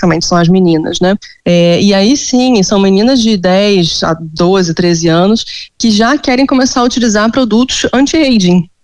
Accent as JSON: {"language": "Portuguese", "region": "Rio de Janeiro", "country": "Brazil"}